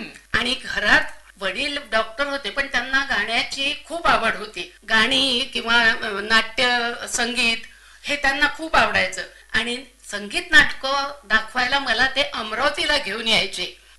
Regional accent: Daryapur, Maharashtra, India; मी दर्यापूरची आहे

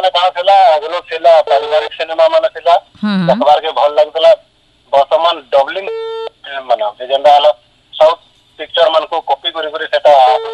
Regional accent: Kendu Ghati, Odisha, India; ଆମର ଗାଁ ହଉଛି କେନ୍ଦୁ ଘାଟି

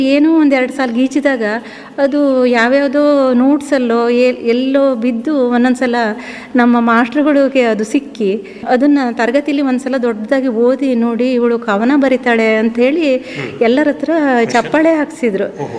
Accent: Sorab, Karnataka, India; born there; moved away as an adult; also born or lived in Kodagu / Mysore district; now in Siddapur, India; ನಾನು ಶಿವಮೊಗ್ಗ ಜಿಲ್ಲೆಯ ಸೊರಬ ತಾಲೂಕಿನವಳು. ಆಮೇಲೆ ನಮ್ಮ ಯಜಮಾನರ ನೌಕರಿಯ ನಿಮಿತ್ತ ನಾವು ಕೊಡಗು ಮತ್ತು ಮೈಸೂರು ಜಿಲ್ಲೆಗಳಲ್ಲೆಲ್ಲ ಇದ್ವಿ.

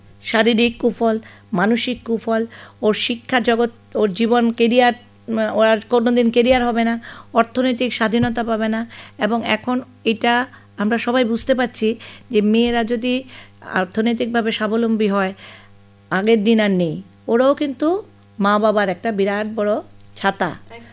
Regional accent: Tripura, India; আমাদের ত্রিপুরা রাজ্যে

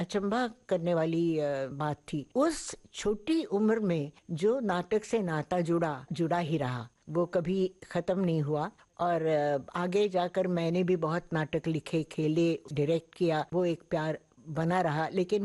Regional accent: Pune, Maharashtra, India; born or raised there; also born or lived in Lucknow

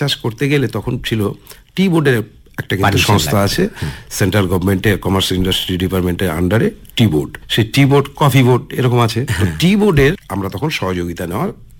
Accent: West Bengal, India; আমরা উত্তরবঙ্গের

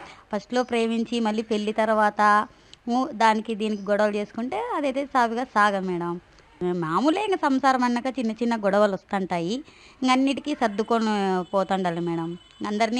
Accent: Anantapur, Andhra Pradesh, India; మా సొంత ఊరు ఇదే మేడం.

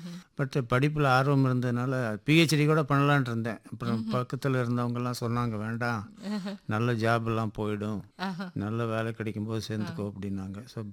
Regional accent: Coimbatore, Tamil Nadu, India; நான் கோவை தான், பிறந்து வளர்ந்தது எல்லாம் கோவை, படித்ததெல்லாம் கோவை.

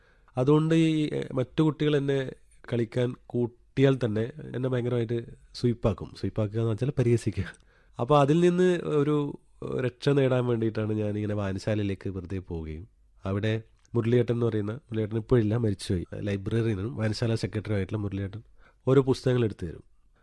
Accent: Kerala, India; born there; അപ്പോൾ എൻ്റെ വീട്ടിൻ്റെ തൊട്ടടുത്ത് റെഡ് സ്റ്റാർ കീക്കാങ്കോട്ട് എന്ന് പറയുന്ന ഒരു ക്ലബ്ബുണ്ട്.

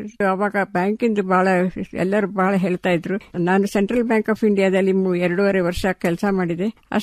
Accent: Bengaluru, Karnataka, India; moved away as an adult; now in Dharwad, India; ನಾನು ಬೆಂಗಳೂರಿಂದ, national college ಬೆಂಗಳೂರಲ್ಲಿ, ಅಲ್ಲಿ ಬಿಎಸ್ಸಿ ಮಾಡಿದೆ.

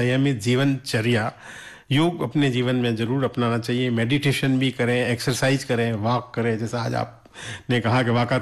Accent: Jodhpur, Rajasthan, India; also born or lived in Pali / Jalore; तो कभी पाली ट्रांसफर, कभी जालोर, कभी कहीं, तो हम गए।

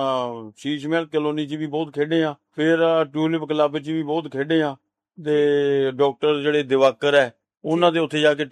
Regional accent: Bathinda, Punjab, India; ਤੇ ਸਾਡਾ ਤਾਂ ਜਨਮ ਸਥਾਨ ਇੱਥੋਂ ਦਾ ਹੀ ਹੈ, ਬਠਿੰਡੇ ਦਾ ਹੀ ਹੈ, ਅਸੀਂ ਬਠਿੰਡੇ ਦੇ ਜੰਮੇ ਪਲੇ ਹਾਂ।

